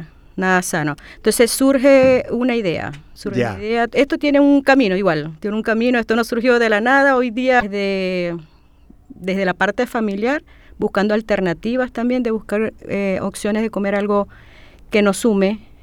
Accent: Venezuela; now in Santiago, Chile; Soy venezolana.

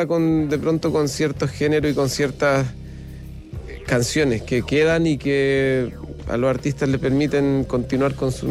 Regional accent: Chile; Y justamente nosotros la primera vez que salimos de Chile fue hace 30 años a Rock al Parque, el 96. La primera viaje fuera de Chile.

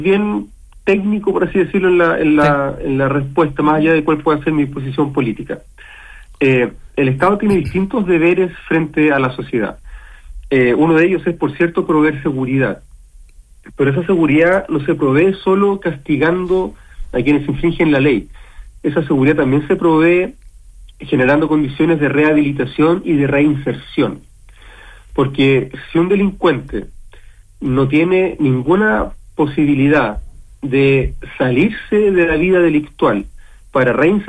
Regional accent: Chile

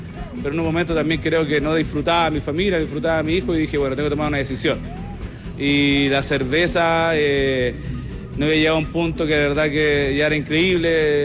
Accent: San Esteban, Valparaíso, Chile; nosotros somos de Campo de Ahumada, sector bajo de la comuna San Esteban. De ahí es mi familia, gente de trabajo, de la tierra.

